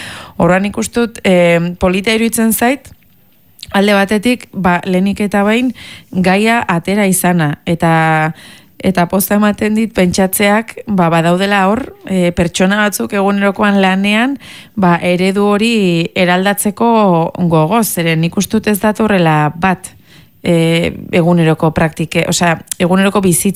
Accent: Hendaye, Nouvelle-Aquitaine, France; ni Hendaiarra naiz

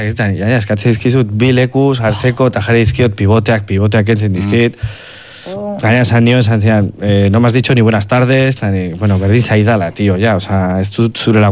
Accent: Pamplona, Navarre, Spain; ni batuarekin noa, nik ez dut euskalkirik, Iruñakoa naiz

